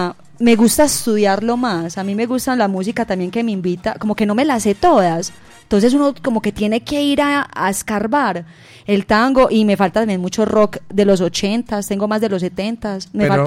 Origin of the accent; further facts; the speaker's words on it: Paisa region, Colombia; yo soy paisa, yo siento la música, no soy tan alborotada bailándola.